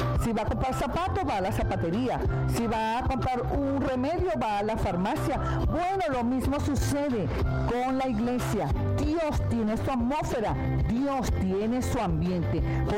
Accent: Venezuela; Con los comelones que somos nosotros los venezolanos, todo el mundo ayunando porque está conectado por Plenitud 90.9

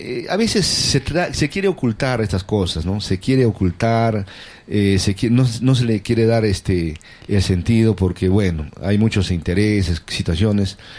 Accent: Cayma, Arequipa, Peru; Soy caimeño de Carmen Alto, soy agricultor y respetamos y amamos la campiña.

